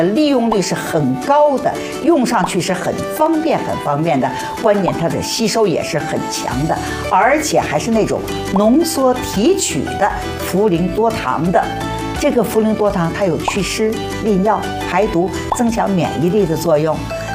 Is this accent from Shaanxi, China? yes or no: no; Shanghai, China; 不过现在最大的问题啊，用我们老家的话，上海话讲嘎的，就是